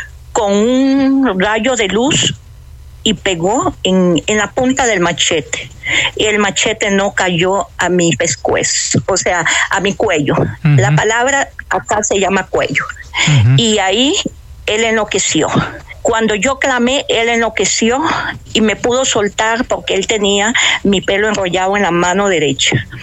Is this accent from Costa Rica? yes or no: yes; Costa Rica; born there; nací en Costa Rica.